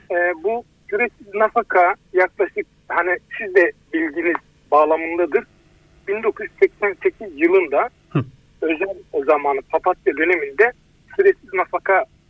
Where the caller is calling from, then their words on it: Manisa, Turkey; Manisa'dan arıyorum.